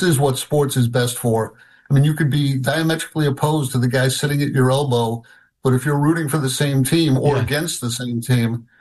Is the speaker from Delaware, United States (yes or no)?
no; Chicago, Illinois, United States; now in New York, United States; I'm not a native New Yorker. I grew up in Chicago